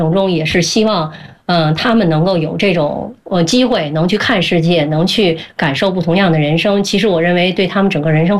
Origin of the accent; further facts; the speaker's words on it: Beijing, China; 我是一个土生土长的北京人，然后而且不但我是在北京生北京长，从我奶奶的姥姥那一辈儿就是北京生北京长，